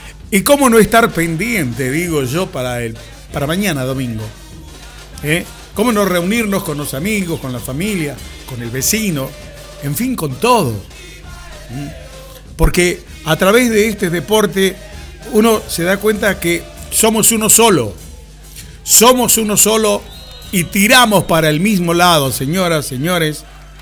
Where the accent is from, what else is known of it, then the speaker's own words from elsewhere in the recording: Argentina; Nos sentimos más argentinos que nunca.